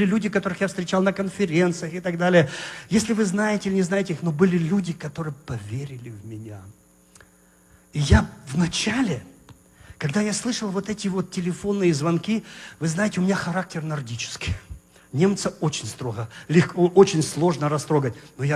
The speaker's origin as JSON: {"language": "Russian", "country": "Kazakhstan", "tie": "born there", "said": "Я родился в Казахстане, в маленькой деревне."}